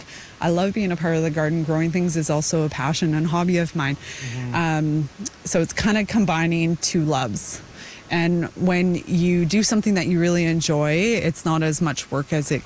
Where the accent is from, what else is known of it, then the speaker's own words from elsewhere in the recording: Hay River, Northwest Territories, Canada; Born and raised in Hay River. I ended up marrying a local, so that's kind of how I got involved being here.